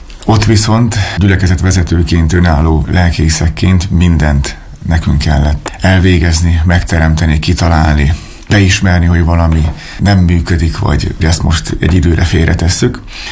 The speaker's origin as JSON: {"language": "Hungarian", "town": "Bagamér", "region": "Hajdú-Bihar", "country": "Hungary", "tie": "born or raised there", "moved": "as an adult", "lives_now": "Sárospatak, Hungary", "said": "a szülőfalum, a Bagaméri gyülekezet"}